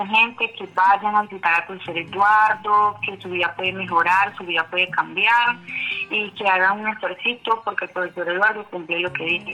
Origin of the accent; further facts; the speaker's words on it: Venezuela; now in La Vega, Colombia; Yo soy venezolana, vivo acá desde antes de la pandemia.